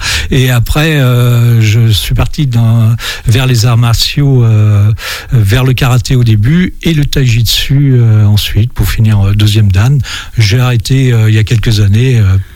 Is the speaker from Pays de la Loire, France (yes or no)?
yes; Noirmoutier-en-l'Île, Pays de la Loire, France; now in L'Épine, France; Oui, oui, je suis né à Noirmoutier et j'ai passé toute ma vie sur l'île, forcément en faisant des petits bonds sur le continent. Mais je suis, oui, un vrai Noirmoutrin.